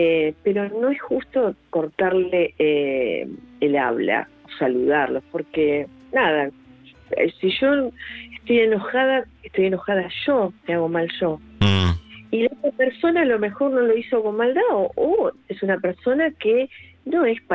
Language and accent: Spanish; Vicente López, Buenos Aires Province, Argentina